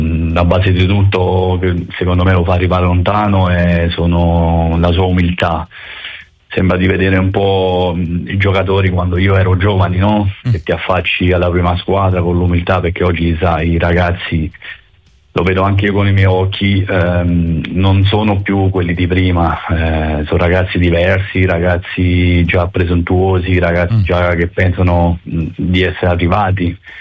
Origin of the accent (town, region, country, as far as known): Naples, Campania, Italy